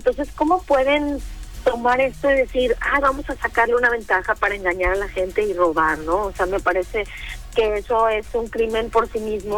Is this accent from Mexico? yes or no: yes; Mexico; Es nuestra naturaleza como mexicanos siempre tratar de ayudar al hermano